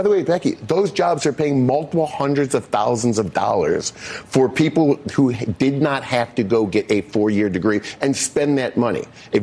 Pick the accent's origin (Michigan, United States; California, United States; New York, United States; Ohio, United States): Ohio, United States; Cleveland; moved away; I'm actually from Cleveland, but now I live on the Atlantic coast.